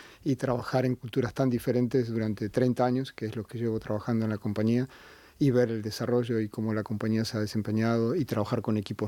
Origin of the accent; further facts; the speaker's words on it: Argentina; also born or lived in Brazil / China; Como argentino, viví 5 años en Brasil.